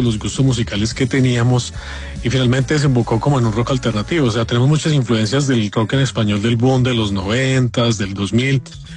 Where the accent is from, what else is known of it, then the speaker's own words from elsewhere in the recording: Armenia, Quindío, Colombia; Pues bueno, nosotros que somos de Armenia, el eje cafetero ha sido muy rockero, muy de rock pesado, ¿no?